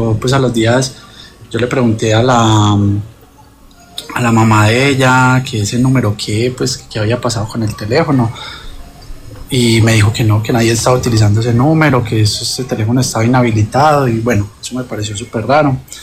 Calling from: Bello, Antioquia, Colombia; De Bello, Antioquia.

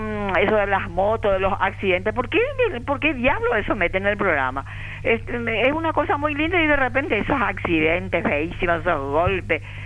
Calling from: Asunción, Paraguay; Nosotros no, somos de Roberto Luis Petit.

